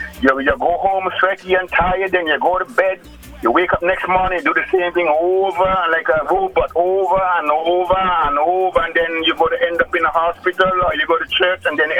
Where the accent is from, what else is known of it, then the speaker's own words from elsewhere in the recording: Antigua & Barbuda; My problem is, I'm from Antigua. I've been around for 66 years in Antigua. I live here, born here.